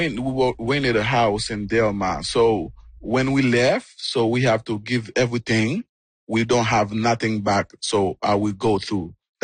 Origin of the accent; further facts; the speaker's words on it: Port-au-Prince, Ouest, Haiti; I was born in Port-au-Prince. My whole life was in Port-au-Prince. So I don't know nowhere else besides Port-au-Prince.